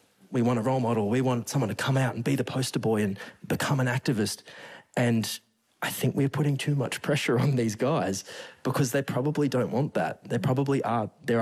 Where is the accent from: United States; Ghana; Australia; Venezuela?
Australia; Western Australia; especially growing up in Jero and growing up before the Dockers were around because I'm a little bit old.